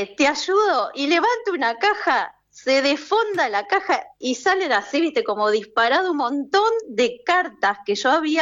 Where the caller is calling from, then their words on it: Buenos Aires, Argentina; yo estoy viviendo en Palermo.